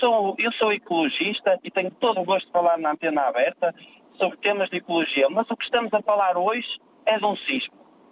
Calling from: Porto, Norte, Portugal

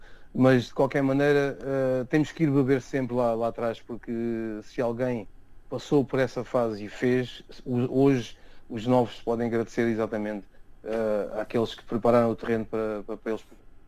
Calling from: Cape Verde; sou cabo-verdiano

